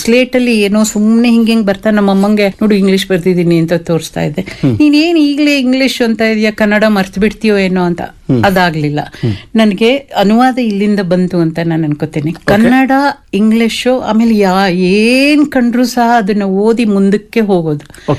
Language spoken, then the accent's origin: Kannada; Kodlipet, Karnataka, India; moved away; also born or lived in Mysore; ನಾನು ಚಿಕ್ಕನಲ್ಲಿ ಬೆಳೆದಿದ್ದು ಕೊಡ್ಲಿಪೇಟೆನಲ್ಲಿ, ಅಲ್ಲಿ ನಾನು ಕನ್ನಡ ಮೀಡಿಯಂ ಅಲ್ಲೇ ಇದ್ದಿದ್ದು.